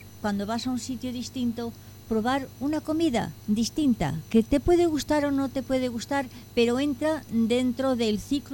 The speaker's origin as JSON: {"language": "Spanish", "region": "Lisbon", "country": "Portugal", "tie": "born or raised there", "said": "Los gelatos los recuerdo de mi tiempo de niña en Lisboa"}